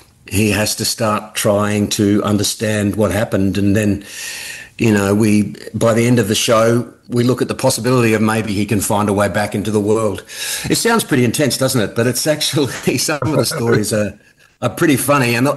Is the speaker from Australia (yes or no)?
yes; Adelaide, South Australia, Australia; growing up in Adelaide, the surf is marginal, close by.